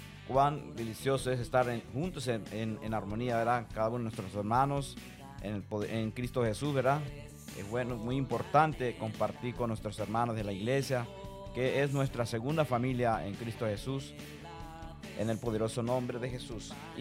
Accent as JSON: {"language": "Spanish", "country": "Venezuela", "moved": "yes", "said": "Como decimos en mi país, en Venezuela"}